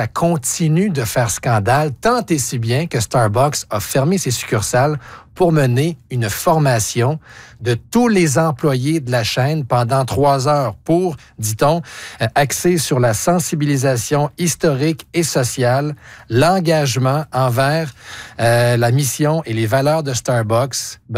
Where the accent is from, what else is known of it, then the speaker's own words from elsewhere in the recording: Quebec, Canada; on revient chez nous, au Québec.